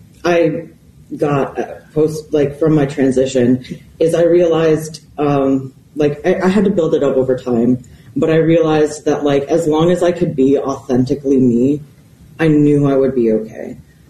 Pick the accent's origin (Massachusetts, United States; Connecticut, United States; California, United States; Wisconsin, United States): Wisconsin, United States; now in Minnesota, United States; I grew up in Wisconsin.